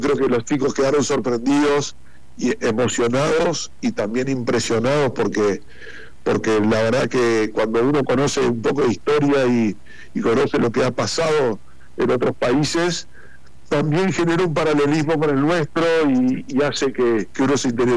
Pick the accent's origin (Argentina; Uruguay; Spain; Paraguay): Argentina